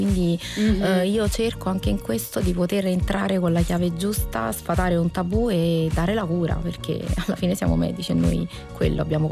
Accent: Switzerland; perché io sono svizzera

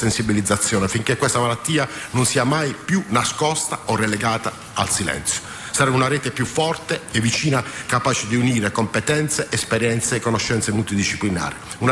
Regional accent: Bari, Apulia, Italy; siamo di Bari

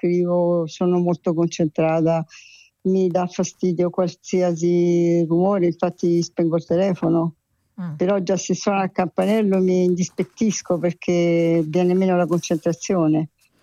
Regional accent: Umbria, Italy; born there; io sono nata in Umbria, che è la terra per eccellenza dei mistici.

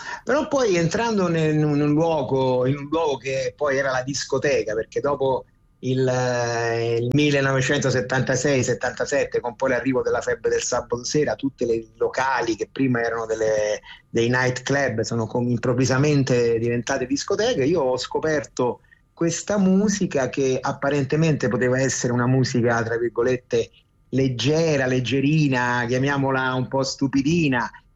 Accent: Rome, Lazio, Italy; l'Italia è sempre il mio paese, ma Roma soprattutto è la mia città, quindi comunque mi fa bene stare un po' qua e un po' di là.

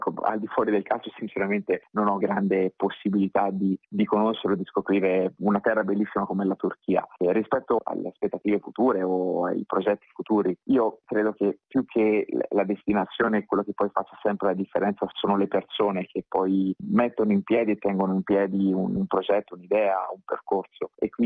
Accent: Tuscany, Italy; moved away as an adult; also born or lived in Istanbul, Turkey; now in Alanya, Turkey; Io sono toscano e Viareggio è 30 chilometri distante da dove sono nato e da dove sono cresciuto

